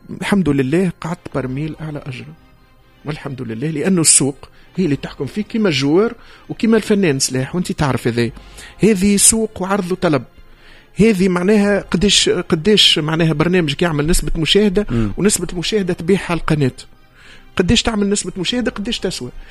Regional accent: Zaghouan Governorate, Tunisia; born there; moved away; أنا نجي من نقرة في الفحص ولا في النظور نجي لتونس في العطلة الصيفية بحذا خالي لهنا في حي الملاح، نعدي العطلة الصيفية لهنا

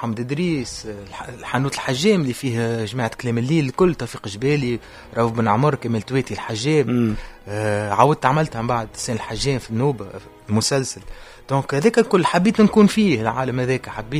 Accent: Syria; فما طفلة اسمها راشا فرد عمرها أنا وياها من سوريا.

